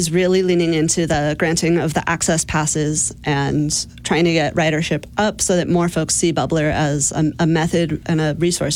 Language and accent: English; California, United States; moved away as an adult; also born or lived in Chicago; now in Milwaukee, United States; I grew up in California. I went to UC Davis.